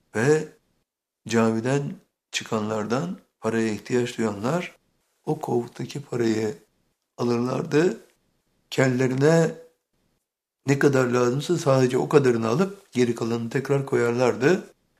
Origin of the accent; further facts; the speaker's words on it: Bursa, Turkey; hatırlıyorum çocukluğumda, Bursa'da çocukluğumu geçirdim.